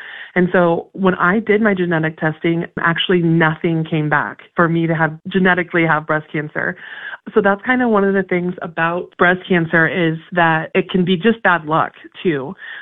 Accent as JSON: {"language": "English", "town": "Burwell", "region": "Nebraska", "country": "United States", "tie": "born or raised there", "said": "After I moved back to my hometown of Burwell after college"}